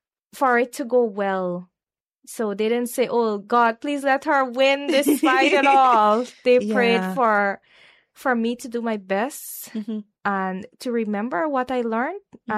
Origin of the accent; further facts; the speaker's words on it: St. Cuthbert's Mission, Demerara-Mahaica, Guyana; We're from St. Cuthbert's Mission.